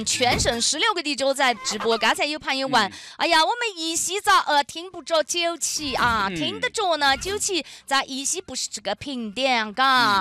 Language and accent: Chinese; Shanghai, China; 啊，不加说，阿拉上海人啊，上海人啊，